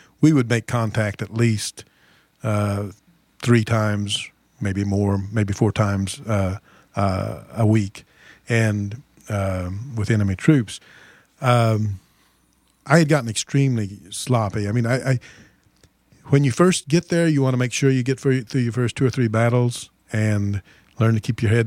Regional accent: United States; I was with a group of Vietnamese troops, and I was obviously saying, I'm the American, I control things, shoot me

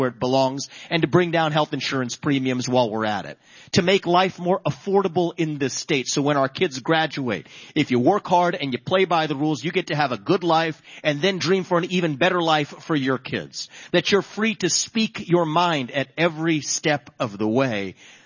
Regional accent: Cincinnati, Ohio, United States; my hometown of Cincinnati

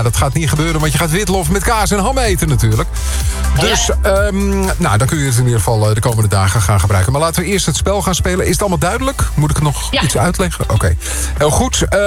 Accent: Schagen, North Holland, Netherlands; want daar kom ik vandaan natuurlijk uit Schagen.

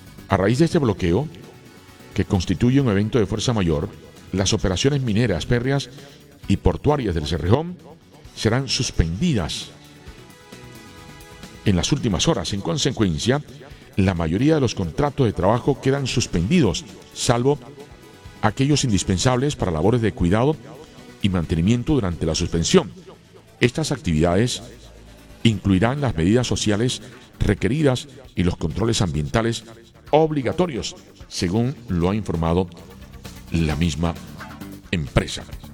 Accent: Colombia; deseosos como colombianos

